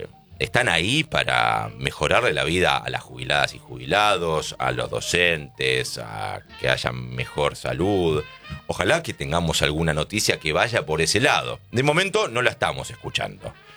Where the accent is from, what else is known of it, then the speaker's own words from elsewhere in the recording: Argentina; Amo mi país. Soy, como dijo Pochettino, 200, 300% argentino.